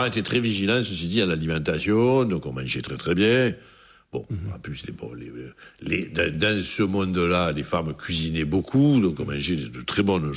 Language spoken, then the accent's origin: French; Marseille, Provence-Alpes-Côte d'Azur, France; born there; Bon, après, je regarde le monde du même endroit. C'est-à-dire de l'endroit où je suis né, de l'Estac, en fait, de ce point de vue-là.